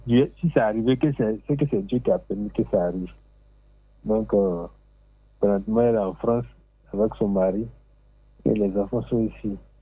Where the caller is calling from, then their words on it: Abidjan, Côte d’Ivoire; J'appelle d'Aboudoumé, Jérusalem.